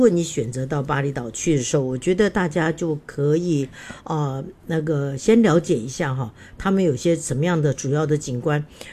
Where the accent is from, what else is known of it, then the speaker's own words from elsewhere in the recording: Keelung, Taiwan; 像我从小是在基隆长大的，基隆也是有很多的海滩哈